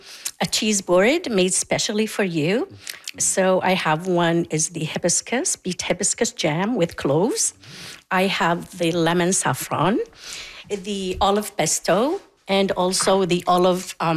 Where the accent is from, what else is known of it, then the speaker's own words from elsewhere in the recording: Kuwait; moved away; That was back in my home country, Kuwait.